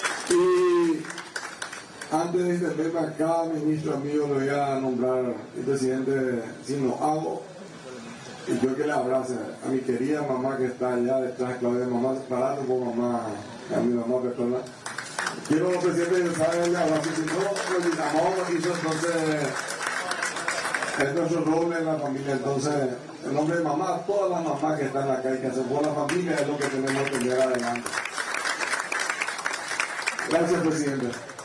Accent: Caazapá, Paraguay; agradecido contigo en nombre de Caazapá, de mi tierra, que abrazo, del departamento y en nombre de los compatriotas también.

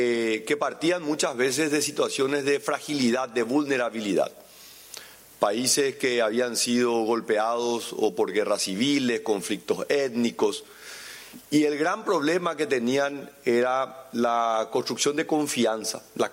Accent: Paraguay

